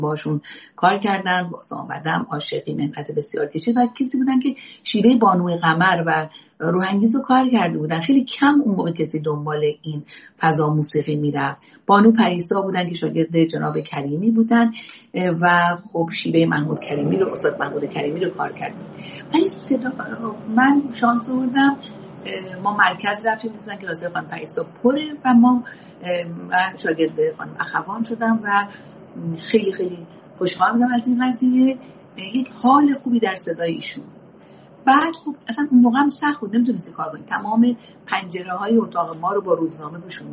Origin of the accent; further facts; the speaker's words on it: Tehran, Tehran Province, Iran; من اصالتا بچه عشمت دوله تهرانم، متولد تهران هستم